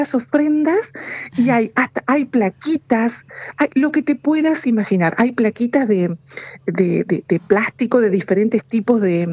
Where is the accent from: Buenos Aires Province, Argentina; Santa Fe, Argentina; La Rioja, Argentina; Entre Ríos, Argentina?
Entre Ríos, Argentina; Santa Elena; sobre todo en mi pueblo, en Santa Elena